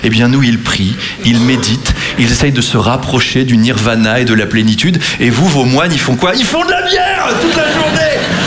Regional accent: Versailles, Île-de-France, France; Moi, j'ai grandi à Versailles, hein, très très catholique comme environnement, et en fait, c'était plutôt cool.

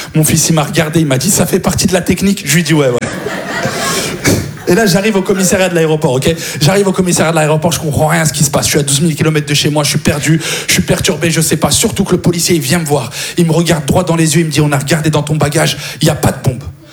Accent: France; je suis français

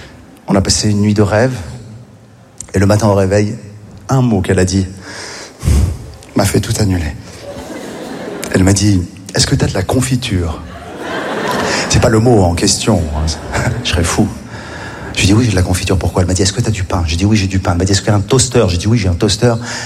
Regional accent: Morocco; born there

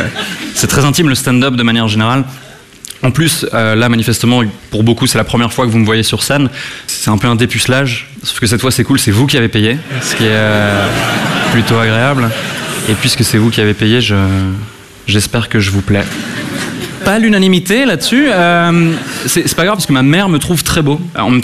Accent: Switzerland; et effectivement, je suis suisse. Ça surprend les Parisiens, parfois, quand j'explique que je suis suisse

